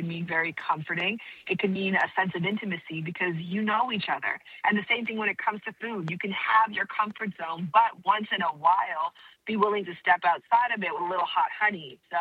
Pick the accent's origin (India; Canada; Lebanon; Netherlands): Canada; now in Los Angeles, United States; because I now live in Los Angeles, but I'm originally from Canada.